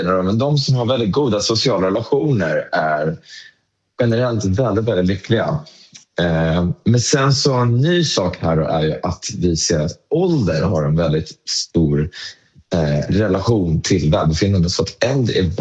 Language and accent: Swedish; Uppsala, Uppsala County, Sweden; now in Malmö, Sweden; Jag kommer själv från Uppsala men bor i Malmö